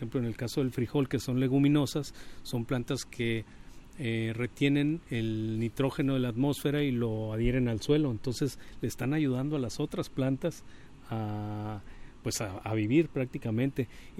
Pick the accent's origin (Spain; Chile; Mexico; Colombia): Mexico; now in Cuatro Ciénegas, Mexico; todos estos herbívoros que también son parte de la alimentación que tenemos los mexicanos.